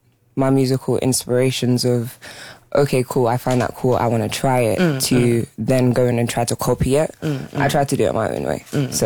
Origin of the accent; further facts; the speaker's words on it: London, United Kingdom; I'm from London. West London, to be specific.